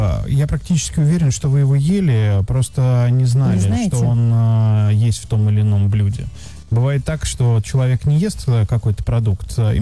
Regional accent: Saint Petersburg, Russia; born there; Живу в Питере уже 45 лет и ни разу не был на фонтанах в Петергофе. Родился в Ленинграде, живу в Питере и не был на фонтанах.

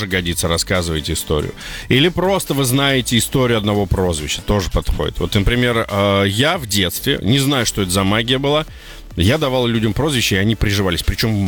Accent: Armenia; все, когда узнавали, что я армянин

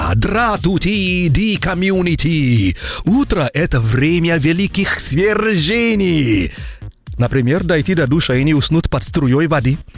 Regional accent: Russia; Я сказал, из России.

